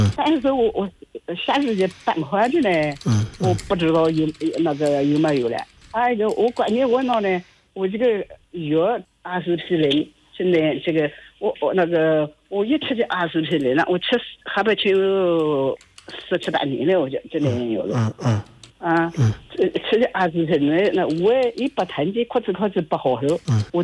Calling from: Lianyungang, Jiangsu, China; 我是江苏省连云港的呢。

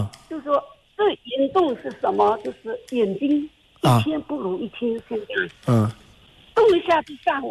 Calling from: Fuzhou, Fujian, China; 我70，我是福州的。

